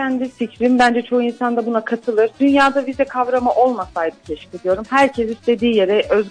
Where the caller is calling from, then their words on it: Amasya, Turkey; Amasya'dan arıyorum daha önce.